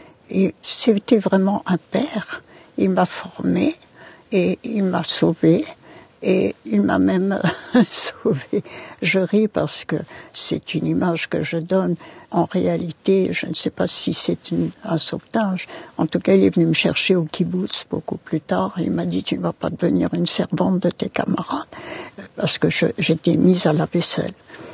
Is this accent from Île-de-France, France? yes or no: yes; Paris, Île-de-France, France; born there; first language Yiddish; also born or lived in Slonim; Je suis née à Paris, mais émigrée à Slonim d'abord, puis ramenée en France. Et là, on m'a dit, ne parle plus yiddish.